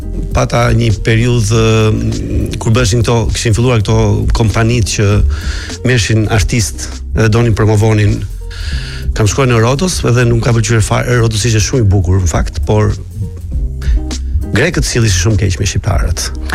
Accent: Sarandë, Vlorë County, Albania; Unë isha nga Saranda

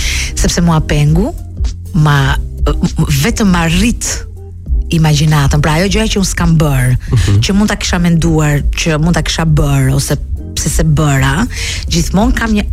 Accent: Durrës, Durrës County, Albania

